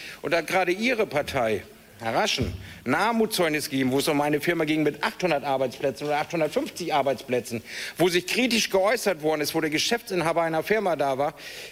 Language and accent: German; Bremerhaven, Bremen, Germany; wenn man zum Beispiel den Stadtteil bedenkt, wo ich herkomme aus Wulsdorf